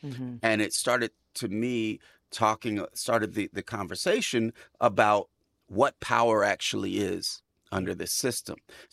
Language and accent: English; California, United States; obviously I come from the Bay Area